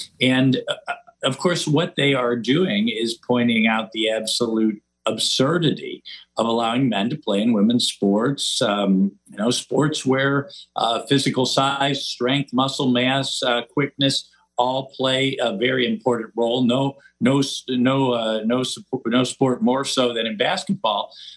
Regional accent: Missouri, United States; There was actually a case in, I'm from Missouri. There was a case in St. Louis at Busch Stadium

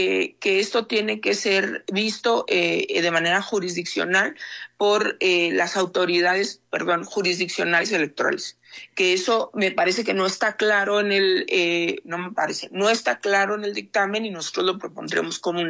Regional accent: Chihuahua, Mexico; Por lo que justo lo que vemos en el tema de Chihuahua, de donde yo soy oriunda además

